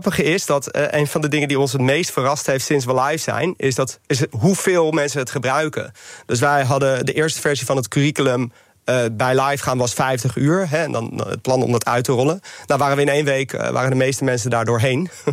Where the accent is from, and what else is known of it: Netherlands